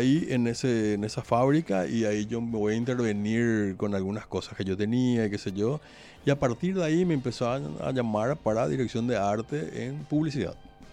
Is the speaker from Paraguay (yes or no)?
yes; Paraguay